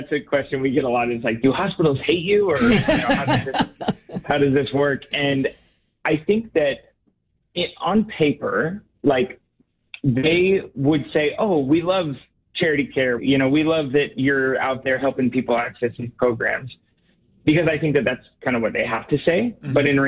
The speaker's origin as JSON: {"language": "English", "town": "Portland", "region": "Oregon", "country": "United States", "tie": "born or raised there", "said": "So I grew up in Portland, Oregon."}